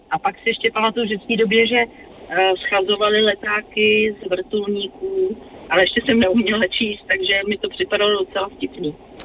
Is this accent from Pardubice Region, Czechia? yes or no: no; Prague, Czechia; born there; já jsem původně z Býtovský, takže vlastně z Budějovický